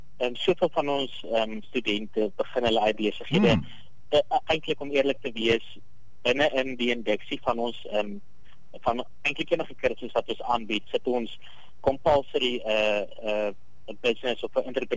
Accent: Oudtshoorn, Western Cape, South Africa; So, ek het self groot geword in Oudtshoorn. En ja, het een groot hart vir die klein Karoo

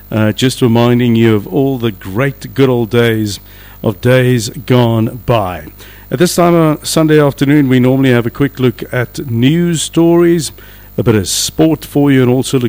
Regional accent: Cape Town, Western Cape, South Africa; now in Sasolburg, South Africa; me being born and bred in Cape Town

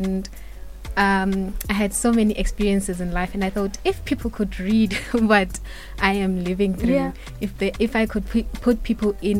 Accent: Johannesburg, Gauteng, South Africa; I am born and bred in Johannesburg. I grew up in Soweto in Zebisong.

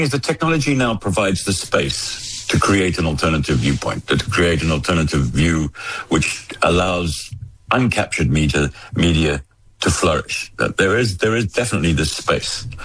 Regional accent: South Africa; I'm far away from South Africa these days

